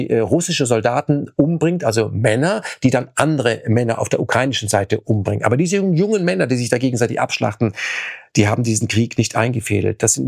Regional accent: Germany; wir als Deutsche

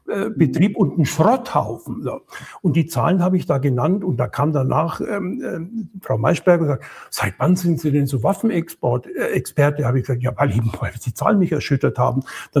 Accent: West Germany, Germany; Wenn du mit den Leuten hier redest, dann erzählen die dir Dinge, die du als Wessi einfach nicht mitbekommen hast, weil du das Leben hier so ja nicht kanntest.

